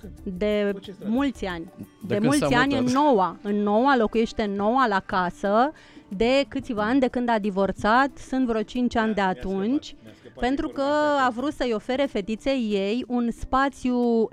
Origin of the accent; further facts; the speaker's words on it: Moldova; accent: Moldovan; Care sunt momentele în care dumneavoastră simțiți că eu mai am accent moldovenesc?